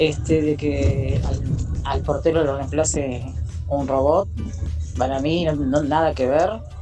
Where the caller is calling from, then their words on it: Morón, Buenos Aires Province, Argentina; de Morón.